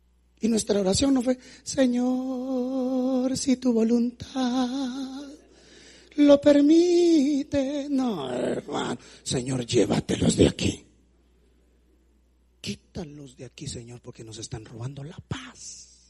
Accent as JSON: {"language": "Spanish", "region": "Jutiapa", "country": "Guatemala", "said": "yo soy de Jutiapa, hermano."}